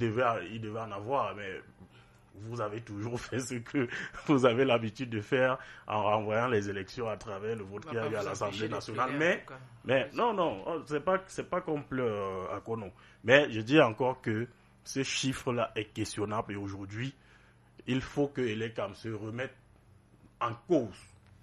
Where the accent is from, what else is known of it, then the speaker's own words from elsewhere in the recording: Cameroon; on est des Camerounais, c'est pas de la corruption.